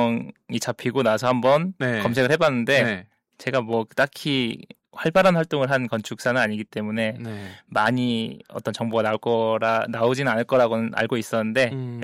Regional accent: Jeonju, North Jeolla, South Korea; 예, 유년 시절을 보냈던 도시이기 때문에 네. 거의 마음의 고향이라고 볼 수 있죠. 전주로 내려가면서 네.

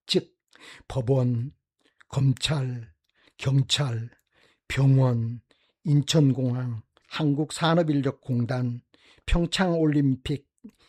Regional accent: Jeonju, North Jeolla, South Korea; 내가 사랑하는 내 고향 전주에서 전북을 대표하는 국제 영화 문화축제의 장인 전주국제영화제 자원봉사 지부지기를 선발되어 활동하게 되었음이 더욱 자랑스럽습니다.

